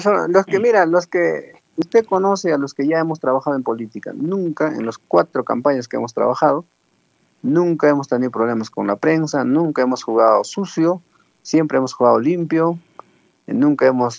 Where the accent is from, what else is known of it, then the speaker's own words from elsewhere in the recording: Villa Rica, Pasco, Peru; en Villarrica, porque es mi pueblo, porque mis paisanos